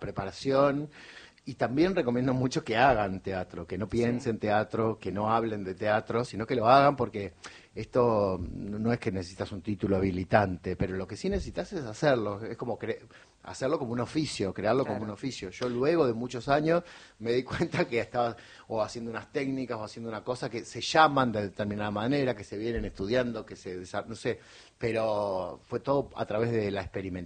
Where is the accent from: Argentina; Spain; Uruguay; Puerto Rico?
Argentina; Gálvez, Santa Fe; Sí, básicamente soy de Gálvez, sí.